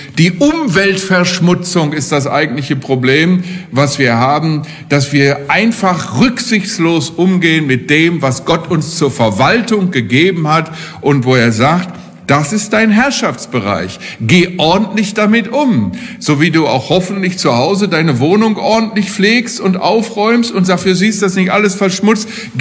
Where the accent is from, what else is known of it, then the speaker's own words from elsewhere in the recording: Germany; Wir sind ganz stolz als Deutsche